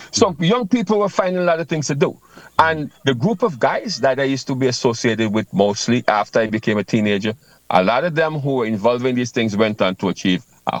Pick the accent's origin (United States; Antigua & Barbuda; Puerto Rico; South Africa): Antigua & Barbuda; Saint John; Growing up in Grace Farm.